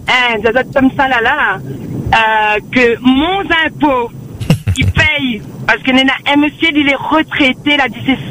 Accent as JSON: {"language": "French", "region": "Réunion", "country": "France", "said": "Mais quand on est à la Réunion, qu'on sait qu'on est des Réunionnais et des Réunionnaises"}